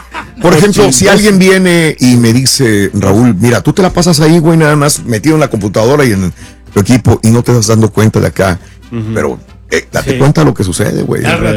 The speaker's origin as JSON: {"language": "Spanish", "town": "Matamoros", "region": "Tamaulipas", "country": "Mexico", "said": "yo soy de Matamoros."}